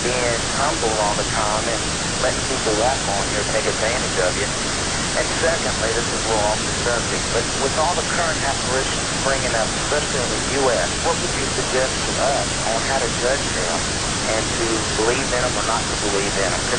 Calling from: Mississippi, United States

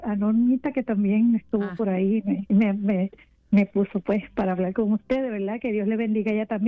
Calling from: Fayetteville, North Carolina, United States; Sí, de acá de Carolina, en Fayetteville. Vivo en Fayetteville, cerca aquí de la base de Fort Bragg.

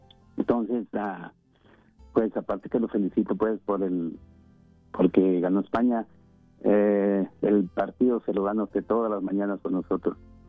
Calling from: Moreno Valley, California, United States; somos de Moreno Valley, pero estamos en unas pequeñas vacaciones en Guatemala

